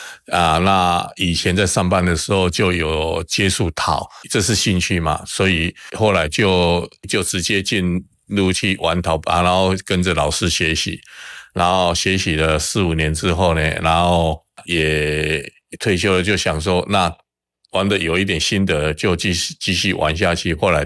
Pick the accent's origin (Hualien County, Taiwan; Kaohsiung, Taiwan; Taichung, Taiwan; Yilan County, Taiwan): Kaohsiung, Taiwan; also born or lived in Tainan; 我是台南出生，然后很小就搬到高雄来了，所以一直是在高雄读书啦